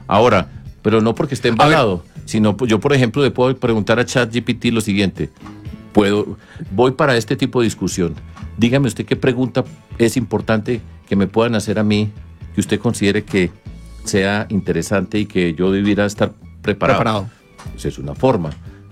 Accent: Colombia; yo soy colombiano, hijo de madre

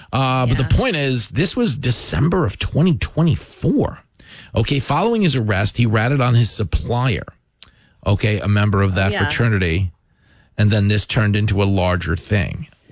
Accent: Levittown, United States; I mean, where I grew up in Levittown, we were drinking beer in like sixth grade.

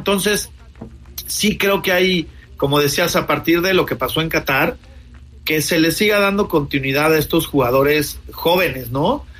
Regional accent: Mexico; creo que sí conservamos nuestra esencia como mexicanos de ser muy buenos anfitriones.

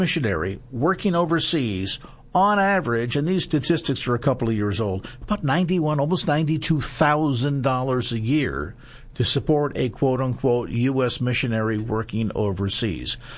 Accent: California, United States; If you're maybe a native here and born and raised in the Bay Area like myself

